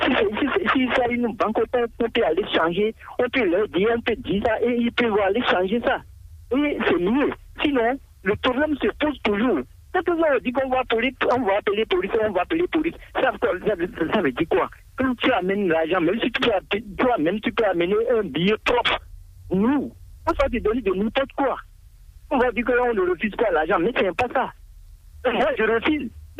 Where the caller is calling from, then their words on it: Benin; Je vous appelle de Toba.